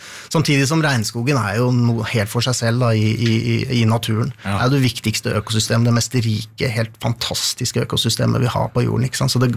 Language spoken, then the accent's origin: Norwegian; Asker, Akershus, Norway; Jeg er fra Asker.